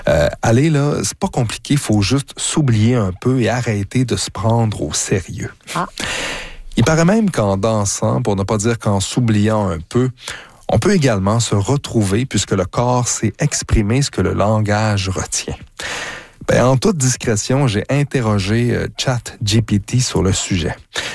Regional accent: Drummondville, Quebec, Canada; Faut dire que j'ai grandi dans le Québec des années 80

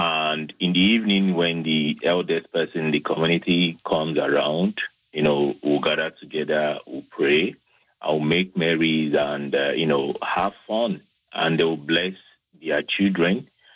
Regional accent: Nigeria; Exactly, I do have a whole lot of memories.

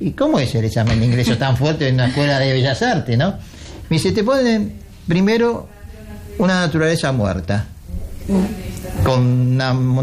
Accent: Buenos Aires, Argentina; also born or lived in Santiago, Chile; Soy criado en Argentina. Nací en Chile, en Santiago de Chile, el 9 de agosto del 49.

